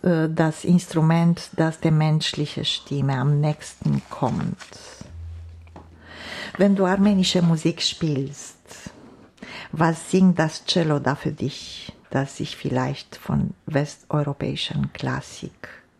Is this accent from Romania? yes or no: yes; Romania; weil ich kämpfe auch für die kulturelle Brücke von Deutschland zu meiner Heimat Rumänien.